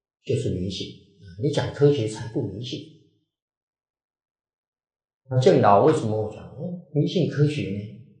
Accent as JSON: {"language": "Chinese", "country": "China", "said": "我们中国人"}